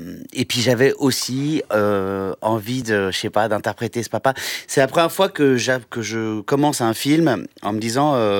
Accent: Réunion, France; puisque moi aussi je suis réunionnais, et grâce au mon père travaillait pour une compagnie aérienne, il travaillait pour Air France à La Réunion

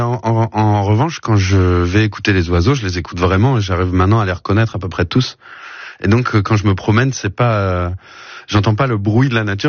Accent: Lille, Hauts-de-France, France; moved away as an adult; now in Amiens, France; j'ai pas toujours été à Amiens. Moi, je viens de Lille à la base, et donc je suis quand même du Nord. Je suis à Amiens depuis 13 ans.

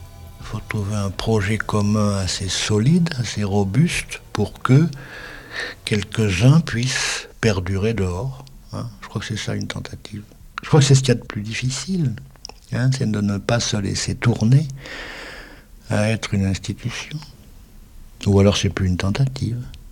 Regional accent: Bergues, Hauts-de-France, France; also born or lived in Lille; à Bergue, ma ville natale, c'est une ville de... C'était, je sais pas si c'était encore, il y avait des fortifications, il y avait un pont-logis, il y avait, ouais, c'était très moyenâgeux, hein, puis il y avait des remparts.

